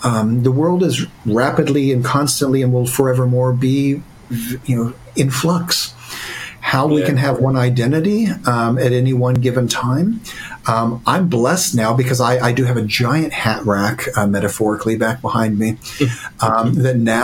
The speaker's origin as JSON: {"language": "English", "region": "Ohio", "country": "United States", "said": "I don't wear plaid, but just because I come from Ohio, there's always this assumption."}